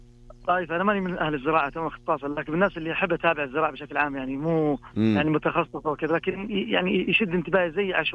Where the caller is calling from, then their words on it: Taif, Makkah Province, Saudi Arabia; أسلمكم من الطائف أنا.